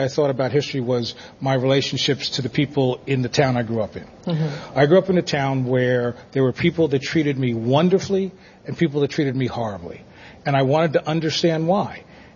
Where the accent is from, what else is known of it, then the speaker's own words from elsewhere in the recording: Belleville, New Jersey, United States; also born or lived in Newark, New Jersey; I was born in Newark, New Jersey. Hail Jersey people. I grew up in a town called Belleville where it was overwhelmingly Italian and me.